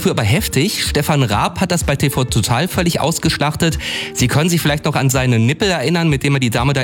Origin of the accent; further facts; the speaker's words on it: Thuringia, Germany; wir als Thüringer können mit dem sächsischen Dialekt halt auch ein bisschen was anfangen.